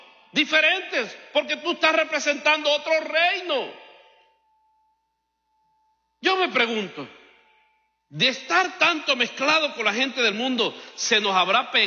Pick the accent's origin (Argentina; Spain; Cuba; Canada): Cuba; now in United States